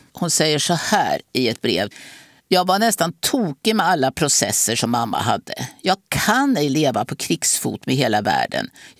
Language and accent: Swedish; Ljungsbro, Östergötland, Sweden; Ja, jag hade skrivit ett antal lokalhistoriska böcker om min hembygd som Evreta kloster och Ljungsbro väster om Linköping.